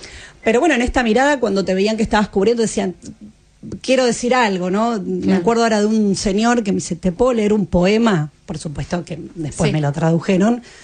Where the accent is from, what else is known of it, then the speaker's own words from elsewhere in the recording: Argentina; obviamente uno es extranjero, entonces te miran y ¿de dónde sos? Claro. De Argentina.